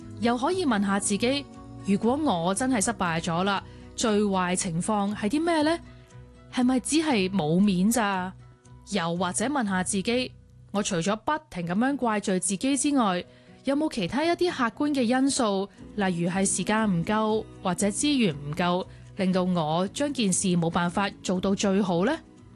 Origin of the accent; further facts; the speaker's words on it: Hong Kong; 咁同好多代我哋香港人嗰种顶硬上啦